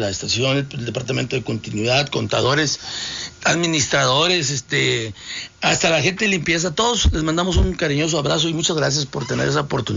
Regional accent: Matamoros, Tamaulipas, Mexico; Nací en una estación de radio, prácticamente, en año, yo nací en el 58, soy de Matamoros, Tamaulipas, allá tenemos una estación de radio, la XEEW, la voz del Bajo Bravo, en donde ahí pues crecí entre esos bulbos.

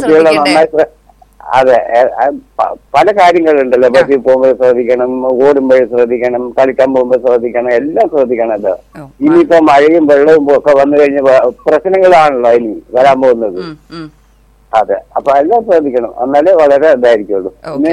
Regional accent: Kozhinjampara, Kerala, India; എന്റെ വീട് കൊഴിഞ്ഞാമ്പാറ.

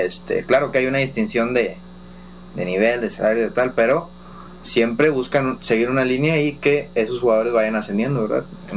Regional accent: Tamaulipas, Mexico; uno como tamaulipeco, no soy de Ciudad Victoria, pero como tamaulipeco

